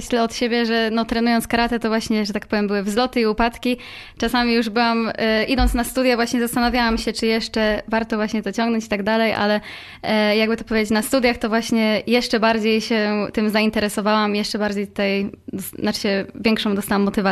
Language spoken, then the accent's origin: Polish; Brusy, Pomeranian Voivodeship, Poland; Znaczy należymy do chojnickiego klubu, jednak mamy jakby swój oddział w Brusach, skąd pochodzę.